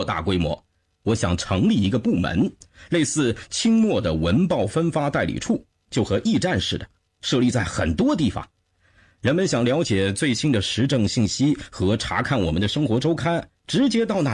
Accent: Yong'an, Fujian, China; born there; 哦，对啊，我啊出生在福建永安。

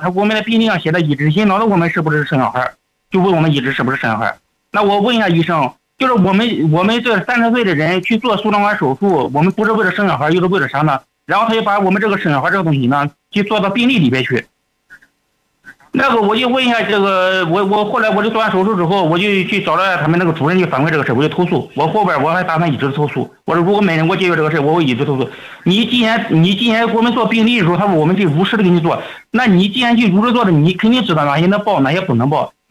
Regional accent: Lijin, Shandong, China; 因为我们是在利津，我老家是利津的，我在利津检查的结果拿到去找的生殖科的

